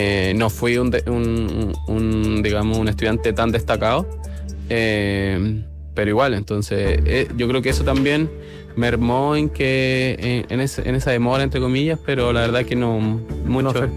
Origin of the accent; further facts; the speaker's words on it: Rengo, O'Higgins, Chile; yo vengo de Rengo, allá no hay muchos centros médicos, ni mucho menos. Yo tuve que venir constantemente de Rengo a Santiago, Santiago a Rengo. Mi infancia se pasó en eso.